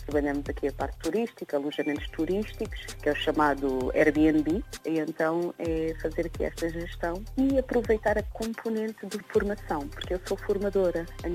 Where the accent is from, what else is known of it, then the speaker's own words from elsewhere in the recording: Cape Verde; sou de Cabo Verde